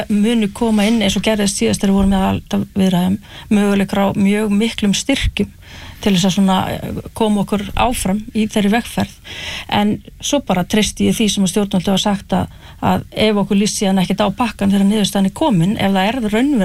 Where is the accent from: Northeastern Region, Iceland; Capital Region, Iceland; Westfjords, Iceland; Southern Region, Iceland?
Northeastern Region, Iceland; Hrísey; ég bara ólst upp í Hrísu og horfði á sjávarútveginn þar hrynja